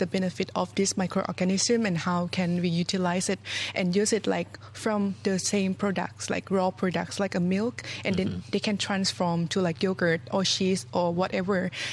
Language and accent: English; Chiang Mai, Thailand; English is a second language; Yeah, exactly. So I born and raised in Chiang Mai, and I graduated from Chiang Mai as well.